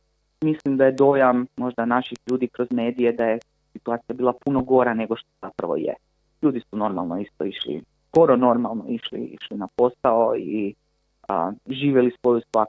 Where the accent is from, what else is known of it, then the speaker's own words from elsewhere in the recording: Croatia; Ja sam odrastao u Hrvatskoj